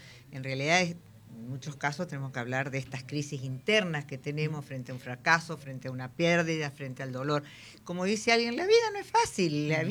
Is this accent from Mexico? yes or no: no; Argentina; Somos argentinos